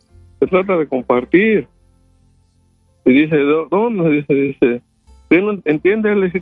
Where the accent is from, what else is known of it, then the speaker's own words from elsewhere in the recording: Mexico; moved away as an adult; now in United States; hasta antes de salir a México a venir a trabajar, que por muchos años a Estados Unidos